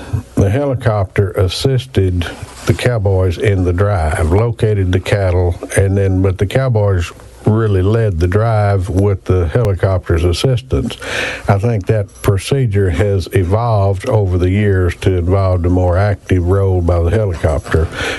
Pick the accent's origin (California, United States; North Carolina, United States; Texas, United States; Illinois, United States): Texas, United States; we moved to the ranch. My dad went to work for Wagner's in 1951, and we moved to the ranch shortly thereafter.